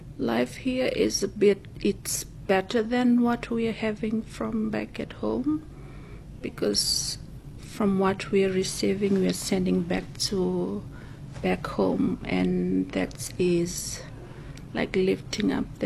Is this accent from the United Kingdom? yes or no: no; Fiji; English is a second language; moved away as an adult; now in Busselton, Australia; I'm originally from Fiji, one of the remote islands in Fiji. Tropical, more different than cold weather in Busselton. We came in 2022.